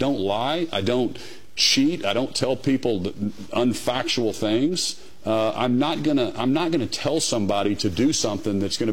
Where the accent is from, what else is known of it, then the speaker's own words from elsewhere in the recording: Norman, Oklahoma, United States; So I grew up in Norman.